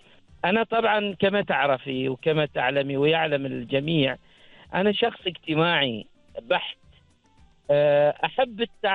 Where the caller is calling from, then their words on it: Bidbid, Ad Dakhiliyah, Oman; من نفعة ولاية بدبد.